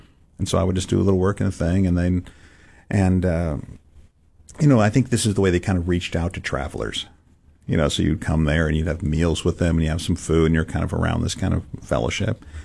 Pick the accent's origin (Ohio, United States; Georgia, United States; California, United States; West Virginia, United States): California, United States; San Francisco; And part of it is I'm growing up in San Francisco, so it's not like you're not in the middle of church culture.